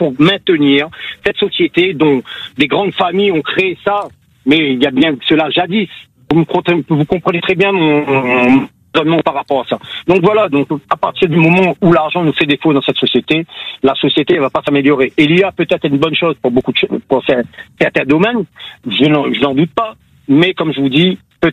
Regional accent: Réunion, France; now in Canet-en-Roussillon, France

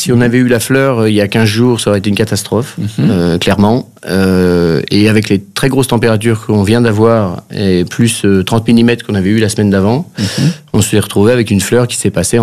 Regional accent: Mercurey, Bourgogne-Franche-Comté, France; je viens de Mercurey, je suis originaire de Mercurey.

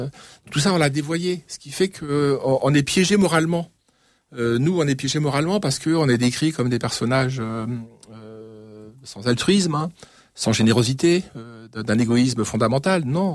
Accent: Paris, Île-de-France, France; Moi, je suis parisien. Alors, je suis trop jeune, certes. Mais mes parents sont parisiens, petits bourgeois, mais quand même néanmoins parisiens.

